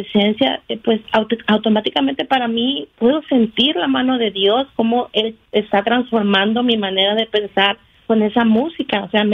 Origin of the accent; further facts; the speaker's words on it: Tyler, Texas, United States; soy de Tyler, Texas.